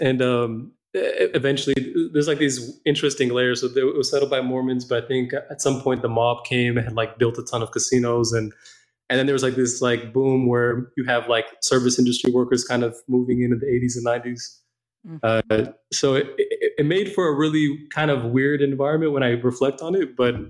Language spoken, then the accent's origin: English; Las Vegas, Nevada, United States; You know, Vegas is actually it feels like a pretty ordinary place when you spend some time there.